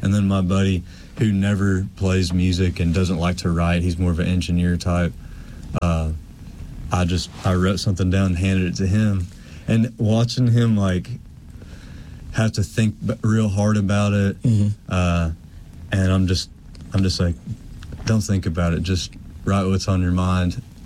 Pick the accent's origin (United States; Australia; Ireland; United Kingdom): United States; Claiborne County, Tennessee; moved away as an adult; also born or lived in Louisville, Kentucky; Cumberland Gap area, Claiborne County, Tennessee.